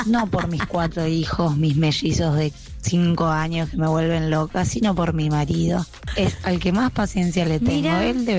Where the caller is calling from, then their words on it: Lanús, Buenos Aires Province, Argentina; de Lanús.